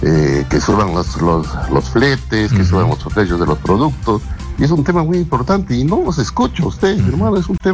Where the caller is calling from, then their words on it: Apurímac, Peru; de Apurímac.